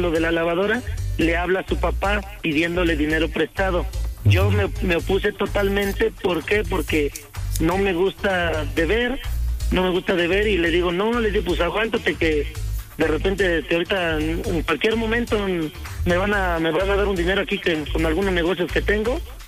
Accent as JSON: {"language": "Spanish", "town": "Acatlán de Osorio", "region": "Puebla", "country": "Mexico", "tie": "born or raised there", "said": "Yo nací aquí en México, en el estado, pero de niño, pues ya sabes, por las situaciones que pasan entre la familia, me tuve que ir a vivir a Puebla."}